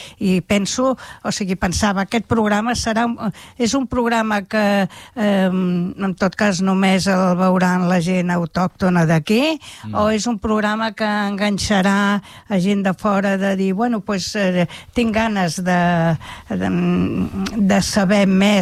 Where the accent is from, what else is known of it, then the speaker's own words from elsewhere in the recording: Catalonia, Spain; que no som com nosaltres de la Terra?